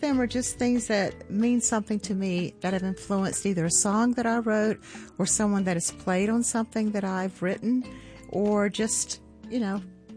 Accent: Georgia, United States; I am from Georgia

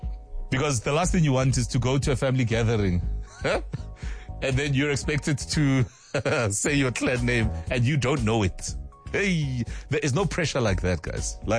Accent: South Africa; Because that's the one common thread we all have as South African families.

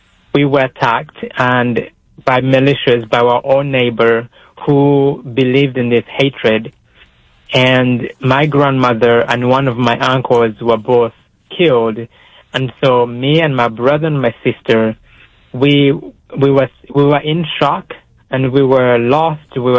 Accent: Rwanda; I was one of those kids when I was 7 years old growing up in Rwanda.

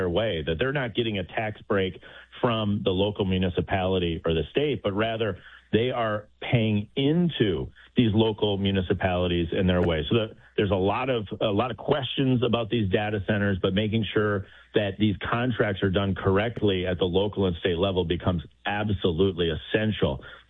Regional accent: Wisconsin, United States; my home state of Wisconsin

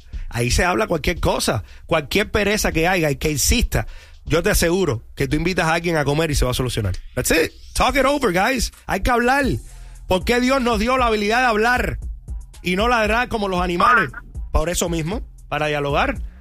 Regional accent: Cuba; moved away

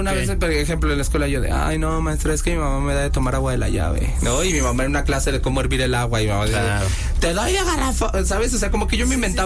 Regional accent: San Cristóbal de las Casas, Chiapas, Mexico; Yo viví en mi pueblo, Delhi, allá en San Cristóbal de las Casas.

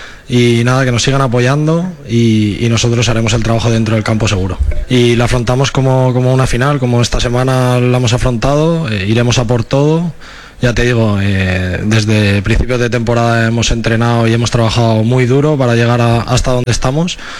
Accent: Valencian Community, Spain; yo que soy valenciano

